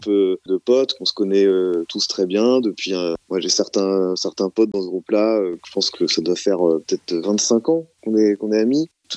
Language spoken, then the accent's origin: French; Caen, Normandy, France; moved away as an adult; now in Nantes, France; je suis Normand, je suis de Caen. Je suis vraiment à Nantes que depuis 2010, enfin 2015 et plus précisément.